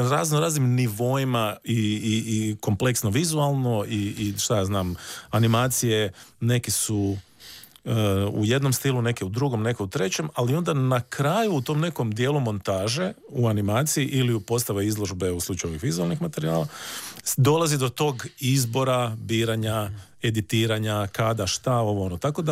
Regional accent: Sisak, Sisak-Moslavina County, Croatia; ja sam odrastao na Zibelu, koji je onako vrlo prekrasan dio Siska, koji je u blizu kupalište Zibel, tamo je rijeka, klizalište, sve nam je to bilo blizu i odrastao sam u zgradama.

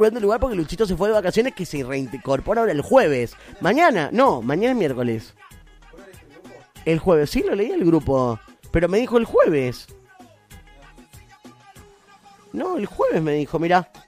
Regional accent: Rivadavia, Mendoza, Argentina; Yo soy de Rivadavia y dicen por acá, tengo el vecino de enfrente que tiene dos novias.

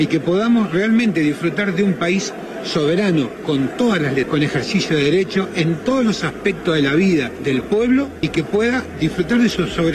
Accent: Argentina; Lo que tenemos que hacer nosotros como argentinos, lo que hacemos los veteranos, levantar la bandera de Malvinas

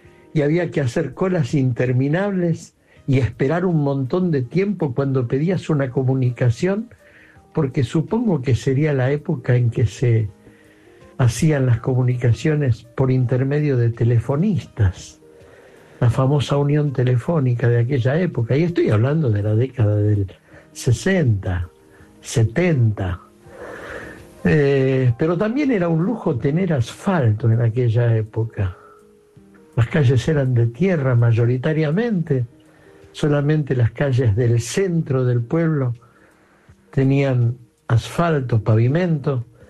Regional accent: Glew, Buenos Aires Province, Argentina; En mi pueblo natal, sí, Gleu. A 35, a solo 35 kilómetros de la ciudad de Buenos Aires

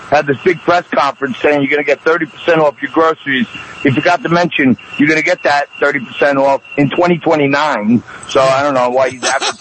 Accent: New York City, New York, United States; born or raised there; also born or lived in Manhattan

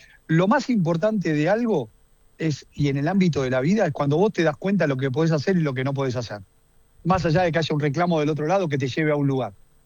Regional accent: Argentina; Somos así los argentinos.

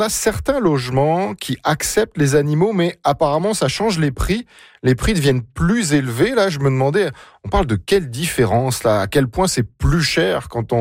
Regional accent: France; moved away; moi, je suis français. En France, je possède un petit appartement à Paris

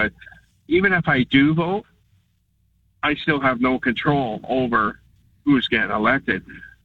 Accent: Langford, British Columbia, Canada; moved away as an adult; now in North Park, Victoria, Canada; I don't live in Langford anymore, but I will tell you this. I grew up in Langford from before you were born, Adam. I've lived out here when it was Hopiville.

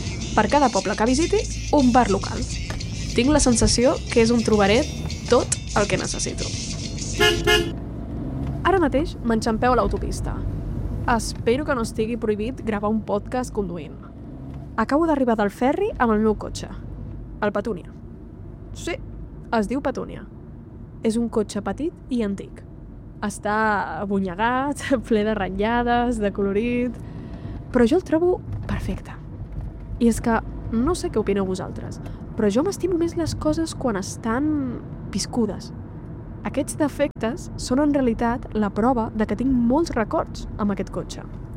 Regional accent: Catalonia, Spain; Soc catalana i estic a Menorca.

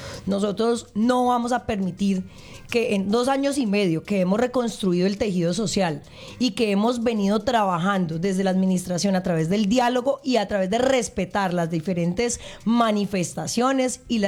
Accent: Cali, Valle del Cauca, Colombia; hicimos como caleños un esfuerzo financiero bastante alto

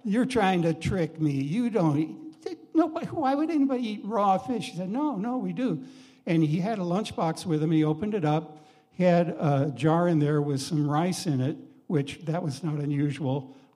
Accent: Alton, Illinois, United States; near my hometown of Alton, Illinois

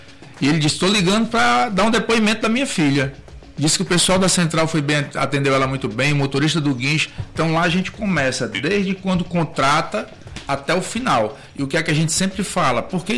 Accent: Ceará, Brazil; born there; also born or lived in Pará; now in Rio Grande do Norte, Brazil; Eu costumo dizer que eu sou um cearense, mas me considero hoje potiguar. Quando me pergunto, nasci no Ceará, mas sou potiguar.

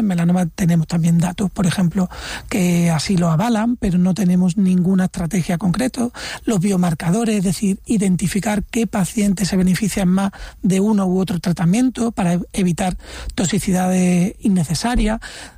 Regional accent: Extremadura, Spain; also born or lived in Córdoba; now in Málaga, Spain; Bueno, yo soy extremeño, realmente.

